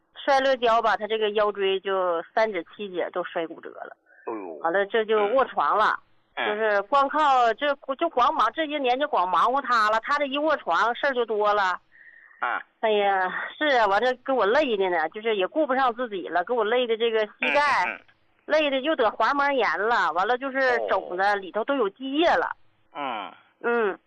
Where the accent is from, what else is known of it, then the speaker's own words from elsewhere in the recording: Harbin, Heilongjiang, China; 我今年63了，胡老。我家是哈尔滨的。